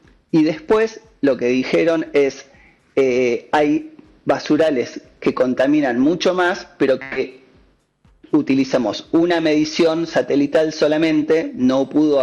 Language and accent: Spanish; San Carlos de Bariloche, Río Negro, Argentina; Yo soy de Bariloche